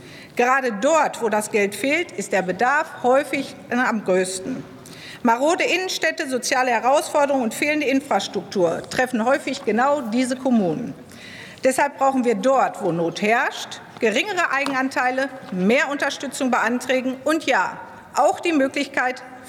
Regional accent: Herdecke, North Rhine-Westphalia, Germany; bis hin zu 25 Jahren praktischer Verantwortung als Baudezernentin und Bürgermeisterin meiner Heimatstadt Herdecke.

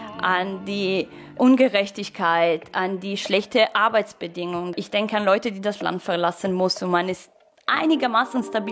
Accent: Italy; moved away; Als Italienerin

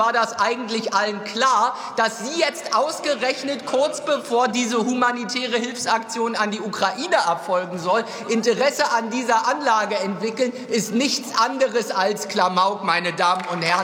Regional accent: Mecklenburg-Vorpommern, Germany; Mecklenburg-Vorpommern nicht einfach irgendein Punkt auf der Landkarte, sondern eine wichtige Gemeinde in meiner Heimatregion, ein wichtiger Energie- und Industriestandort mit Geschichte und auch mit großen Chancen

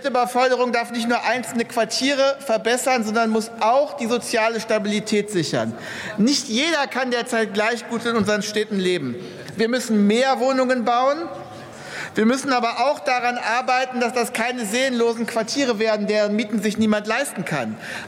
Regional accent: Berlin, Germany; Und Berlin, da wo ich herkomme, da ist es sogar jede 4. Person

